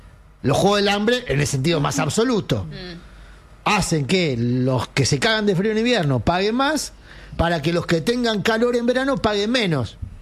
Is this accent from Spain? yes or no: no; Argentina